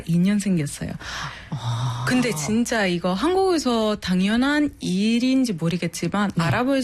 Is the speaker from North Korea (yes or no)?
no; Alexandria, Alexandria Governorate, Egypt; Korean is a second language; moved away as an adult; now in South Korea; 한국 온 지 6년 됐고 저는 유학하러 왔다가 한국 사랑에 빠져서 대학원 다니고 그 다음에 지금 방송 일도 하고 하는 건데요.